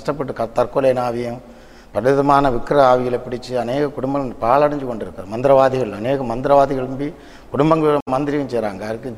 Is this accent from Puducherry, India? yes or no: no; Kanyakumari district, Tamil Nadu, India; first language Tamil; இப்போ எங்கள் ஊரை பொறுத்தவரையும் கன்னியாகுமரி மாவட்டம் மார்த்தாண்டம் தாண்டி படந்தாலுமட்டுன்னு சொல்லக்கூடிய ஒரு ஏரியா. எல்லாமே சுற்றி ஒரு ரோட்டுக்கு அந்த பக்கம் கேரளா, ஒரு ரோட்டு பக்கம் தமிழ்நாடு. ஆனால் தமிழ்நாட்டில் நான் பிறந்திருக்கிறேன். தமிழ் தான் என்னோட தாய்மொழி.